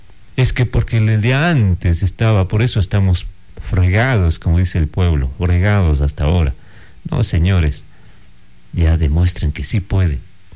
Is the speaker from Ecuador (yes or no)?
yes; Ecuador; Obviamente que nosotros como ecuatorianos también tenemos que poner nuestra parte como ciudadanos